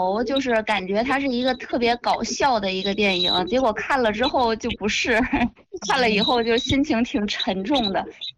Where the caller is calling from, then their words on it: Tangshan, Hebei, China; 那我是唐山人呀，我肯定最喜欢唐山的。